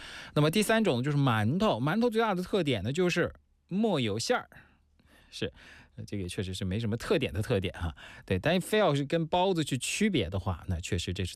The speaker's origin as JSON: {"language": "Chinese", "region": "Shandong", "country": "China", "tie": "born or raised there", "moved": "yes", "said": "至少呢在我的老家呢，山东沿海地区哈，"}